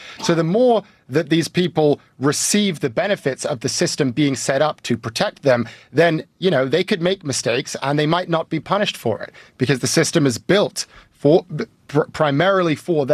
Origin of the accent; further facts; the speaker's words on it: United Kingdom; moved away; my home country of the UK